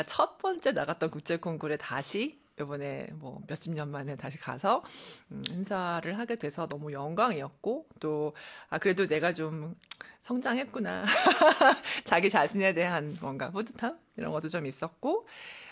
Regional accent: South Korea; 저는 어쨌든 한국 사람이니까

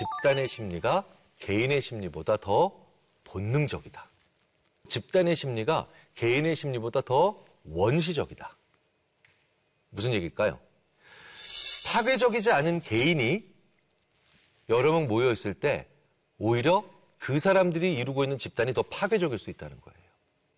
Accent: South Korea

